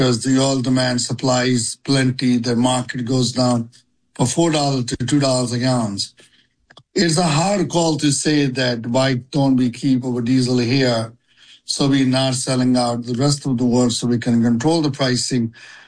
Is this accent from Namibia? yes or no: no; India; moved away as an adult; now in United States; I'm coming from India 43 years ago, with no idea what I was going to do here